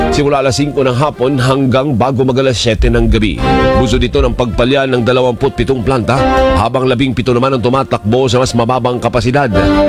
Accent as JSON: {"language": "Tagalog", "region": "Negros Island Region", "country": "Philippines", "said": "Ano po sa amin sa Negros Island, edi siyempre Hiligay noon."}